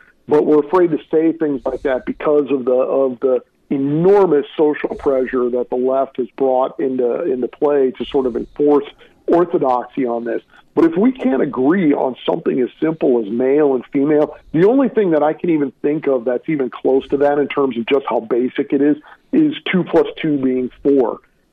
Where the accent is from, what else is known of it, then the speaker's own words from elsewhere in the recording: St. Louis, Missouri, United States; my hometown of St. Louis